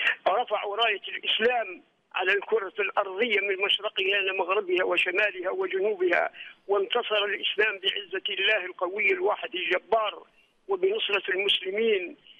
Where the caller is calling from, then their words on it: Libya; ربي يصلح بلادنا ليبيا